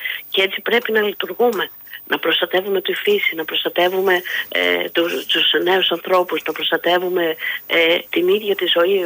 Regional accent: Thessaloniki, Central Macedonia, Greece; moved away as an adult; now in Missolonghi, Greece; εγώ είμαι Θεσσαλονικιά σε καταγωγή και ήρθα σχετικά πρόσφατα στο Μεσολόγγι

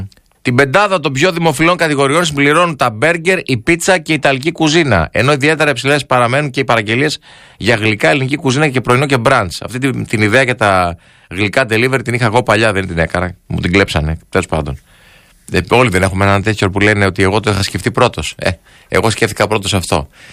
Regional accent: Thessaloniki, Central Macedonia, Greece; born there; accent: Thessaloniki; Εγώ δεν γεννήθηκα στις Βερσαλίες, γεννήθηκα στη Θεσσαλονίκη. Και έχω λίγο θεσσαλονικιώτικη προφορά, δυστυχώς. Θα ήθελα να έχω παραπάνω, μου λένε όμως ότι δεν έχω. Τελευταία μου το είπαν ότι έχω και χάρηκα πάρα πολύ.

